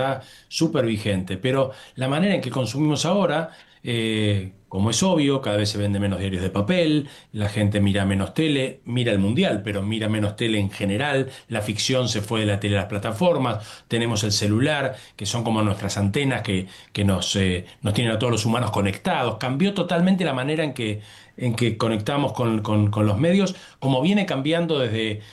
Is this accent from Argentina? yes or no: yes; Argentina